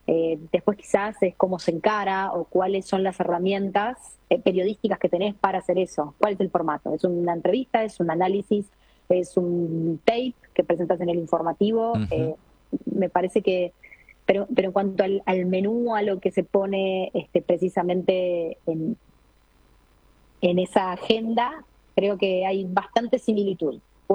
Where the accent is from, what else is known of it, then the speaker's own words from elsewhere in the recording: Montevideo, Uruguay; Yo soy de Montevideo.